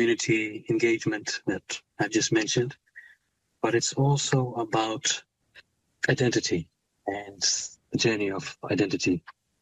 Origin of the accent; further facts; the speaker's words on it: Fiji; also born or lived in Vanua Levu; back to my roots, back to my homeland in Bono Levu. I spent much of my time growing up in Viti Levu, the other island near Suva. So myself and my family, we were often away from our homeland